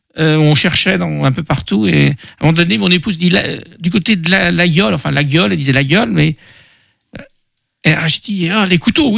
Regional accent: Nantes, Pays de la Loire, France; now in Maine-et-Loire, France; ça fait près de 50 ans que nous sommes dans le Maine-et-Loire et nous sommes originaires de Nantes.

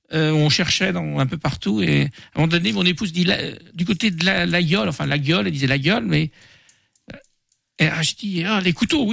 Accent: Nantes, Pays de la Loire, France; ça fait près de 50 ans que nous sommes dans le Maine-et-Loire et nous sommes originaires de Nantes.

